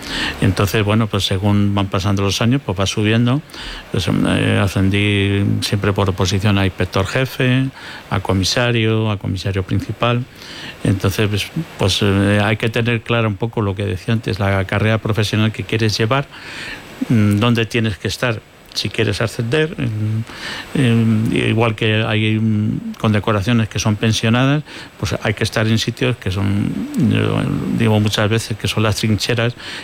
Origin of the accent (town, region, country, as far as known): Alcázar de San Juan, Castilla-La Mancha, Spain